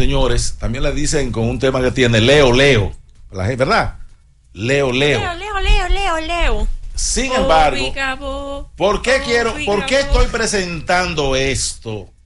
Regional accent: Dominican Republic; Nos jodimos como pueblo dominicano.

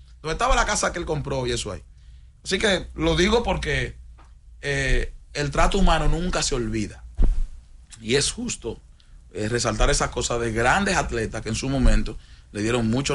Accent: Dominican Republic; nosotros como dominicanos

